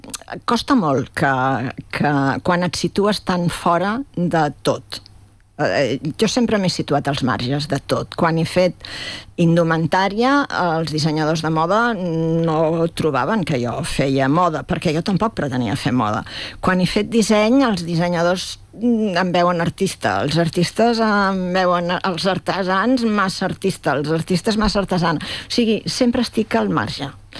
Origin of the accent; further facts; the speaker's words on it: Esparreguera, Catalonia, Spain; born there; Bueno, jo vaig néixer a Esparreguera i tinc el teatre posat...